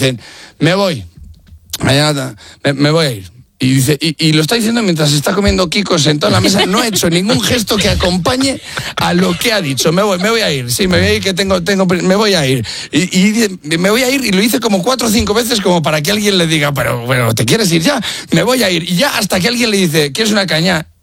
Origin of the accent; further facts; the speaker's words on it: Valladolid, Castile and León, Spain; porque yo soy de Valladolid y se nos da mal la primera a todos los de esa ciudad.